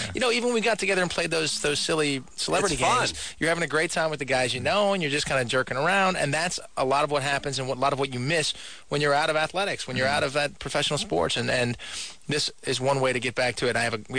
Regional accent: Malibu, California, United States; I grew up in Malibu, right here.

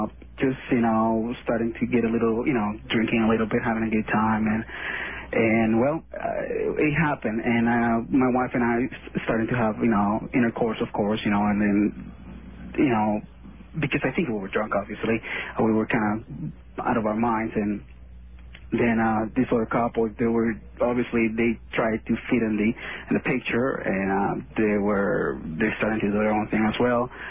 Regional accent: Venezuela; now in United States; Venezuela.

